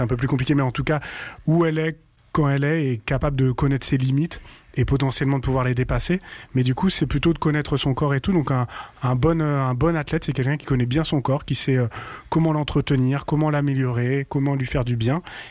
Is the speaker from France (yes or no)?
yes; France; also born or lived in Ethiopia; je suis né en 1990, je suis né en Éthiopie, mais j'ai grandi en France depuis l'âge de mes 2 ans